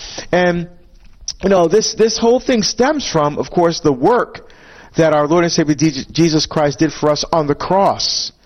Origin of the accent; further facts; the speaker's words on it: New Jersey, United States; to serve the people well here, again, in my home state of New Jersey.